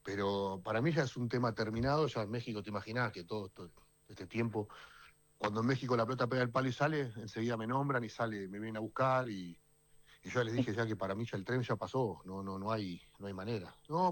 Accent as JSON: {"language": "Spanish", "country": "Argentina", "said": "Yo me siento muy, muy argentino y no sé."}